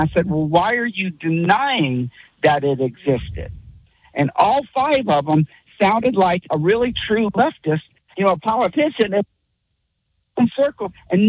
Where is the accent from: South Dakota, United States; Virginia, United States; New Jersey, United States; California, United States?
Virginia, United States; I grew up in Virginia, okay?